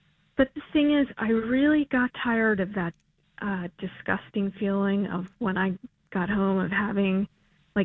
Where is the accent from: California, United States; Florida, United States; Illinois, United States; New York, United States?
New York, United States; New York City; Anyway, as a native New Yorker growing up here in the city